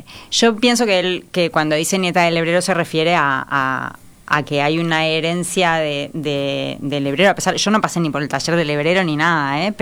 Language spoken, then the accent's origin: Spanish; Uruguay; accent: Uruguayan; Cuando vengo acá todo el mundo me dice que tengo acento de fuera, que no tengo un acento uruguayo. Sin embargo, cuando hablo en mi casa todo el mundo me dice que tengo terrible acento uruguayo. En mi casa del Pirineo.